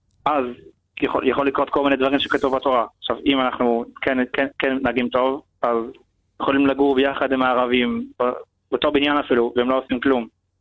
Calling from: Ashdod, Southern District, Israel

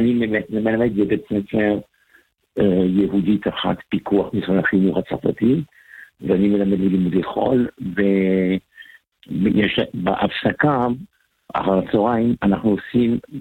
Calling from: Paris, Île-de-France, France; אני מתקשר מפריז, מצרפת.

